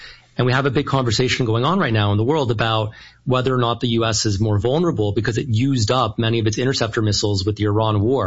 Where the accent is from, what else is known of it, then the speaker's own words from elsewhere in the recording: Canada; also born or lived in Toronto; I'm currently in Ukraine, but I'm happy about that as a Canadian